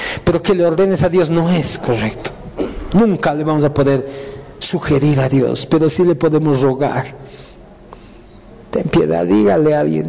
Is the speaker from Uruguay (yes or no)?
no; Bolivia; Boliviano, sí, eso soy yo, soy boliviano.